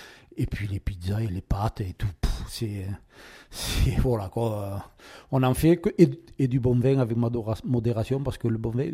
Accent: Lézignan-Corbières, Occitanie, France; now in Chalabre, France; je vais partir sur Lézignan-Corbières. C'est quand même ma ville natale, on va dire. Donc, j'ai quand même passé toute mon enfance.

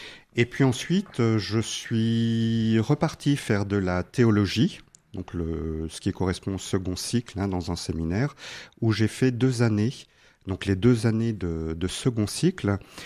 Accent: Dijon, Bourgogne-Franche-Comté, France; born there; moved away; also born or lived in Namur, Belgium; je suis né à Dijon, dans une famille où j'ai donc un frère, une sœur, et une famille chrétienne, pratiquante par ma mère

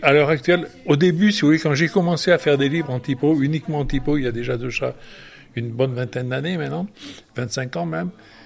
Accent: Roquedur, Occitanie, France; also born or lived in Brittany; je suis né dans les Cévennes, à Roquedur. J'habite à Roquedur. Et d'abord, on était à l'école de Roquedur, où on était 4-5.

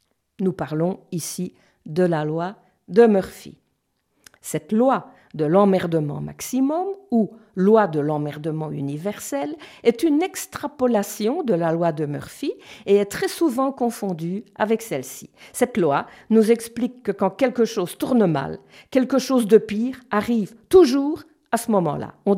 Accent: Belgium; Chez nous

